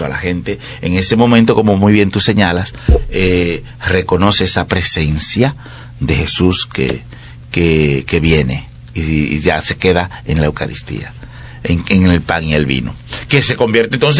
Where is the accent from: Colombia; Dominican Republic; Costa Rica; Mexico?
Dominican Republic; Santiago Rodríguez; now in La Vega, Dominican Republic; de niño yo vengo de un campo de Santiago Rodríguez. Yo vengo de un campo de Santiago Rodríguez.